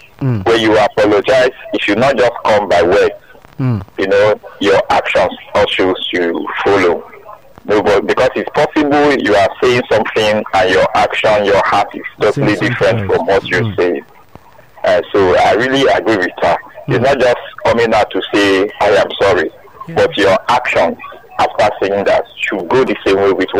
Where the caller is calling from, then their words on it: Lagos, Nigeria; Coming from Ajah.